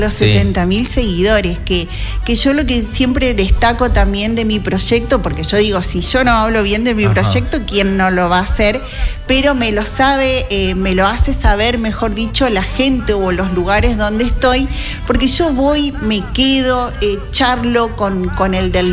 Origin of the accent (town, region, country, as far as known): Chaco, Argentina